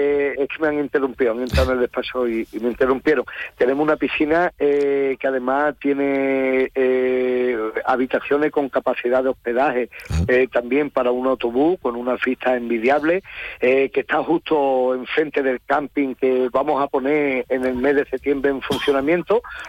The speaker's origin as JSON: {"language": "Spanish", "town": "Alcalá del Valle", "region": "Andalusia", "country": "Spain"}